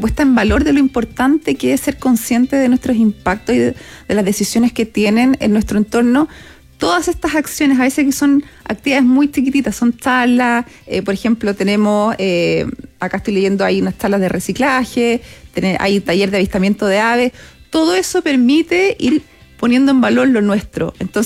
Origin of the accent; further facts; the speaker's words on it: Viña del Mar, Valparaíso, Chile; born there; nací en Viña.